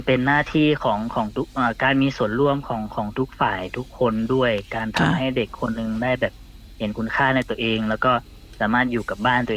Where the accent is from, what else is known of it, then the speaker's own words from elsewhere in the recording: Bangkok, Thailand; ผมเนี่ยเป็นคนกรุงเทพคนเดียวเนาะ